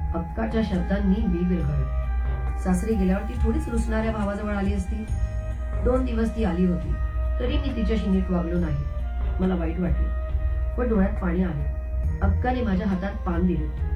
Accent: Maharashtra, India; आमच्या कोकणात ना एक म्हण आहे, पत्रावळी आधी द्रोणा तो जावई शहाणा.

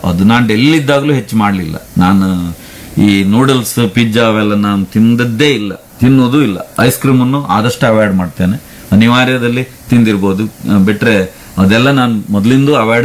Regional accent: Karnataka, India; born there; moved away as an adult; also born or lived in Delhi / Bangalore; ಹುಟ್ಟಿದಲ್ಲಿಗೆ ವಾಪಸ್ ಬಂದಿದ್ದೇನೆ, ಅದೇ ನಮ್ಮನೆ ಆಯ್ಕಂತ ಇದೇನು.

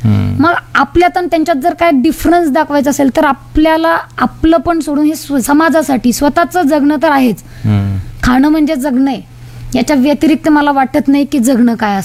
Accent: Osmanabad district, Maharashtra, India; मी मराठवाड्याची हे वाक्य सांगत असते की मी मराठवाड्यातली आहे, उस्मानाबाद जिल्ह्यातली आहे, धाराशिव जिल्ह्यातील आहे.

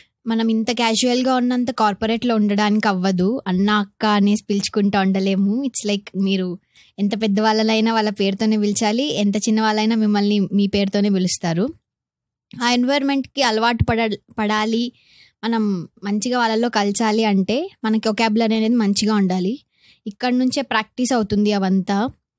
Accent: Madanapalle, Andhra Pradesh, India; moved away as an adult; now in Hyderabad, India; నేను పుట్టింది పెరిగింది అంతా మదనపల్లిలోనే.

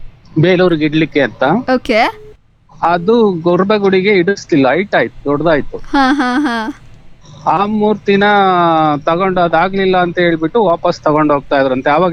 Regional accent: Kondajji, Karnataka, India; ನಮ್ಮೂರು ಕೊಂಡಜ್ಜಿ ಅಂತ ಮೇಡಮ್, ಕೊಂಡಜ್ಜಿ, ಕೊಂಡ ಅಜ್ಜಿ

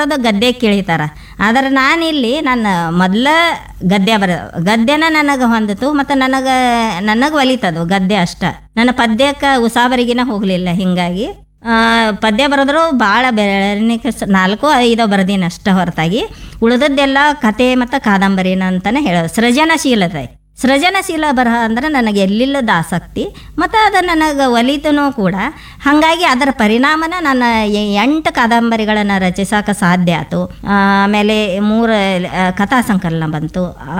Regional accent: Ramdurg, Karnataka, India; born there; moved away as an adult; now in Sulebhavi, India; ನಾನು ಹುಟ್ಟಿದ್ದು ರಾಮದುರ್ಗ ಆಗಿರ್ಬೋದು, ಆದರೆ ನನ್ನ ಸಾಹಿತ್ಯ ಬೆಳೆದದ್ದು ಸುಳೇಬಾವಿಯಲ್ಲಿ ಅಂತ ಹೇಳಕ್ಕೆ ಇಷ್ಟಪಡ್ತೀನಿ

